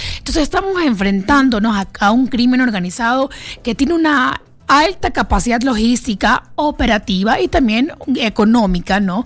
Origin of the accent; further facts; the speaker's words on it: Ecuador; a nosotros como ecuatorianos